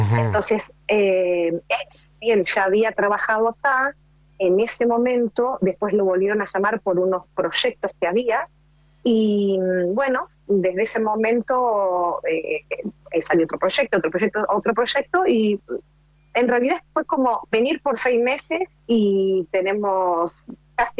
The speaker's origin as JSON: {"language": "Spanish", "town": "Zárate", "region": "Buenos Aires Province", "country": "Argentina", "said": "Yo soy de Zárate."}